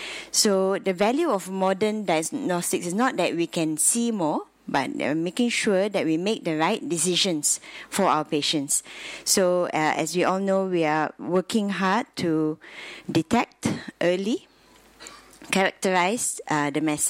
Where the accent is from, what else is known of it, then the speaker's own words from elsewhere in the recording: Malaysia; So I'm from Malaysia.